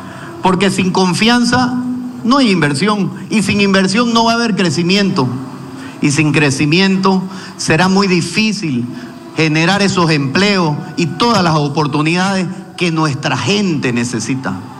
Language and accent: Spanish; Bolivia; tenemos que ser conscientes que tenemos enormes oportunidades como bolivianos.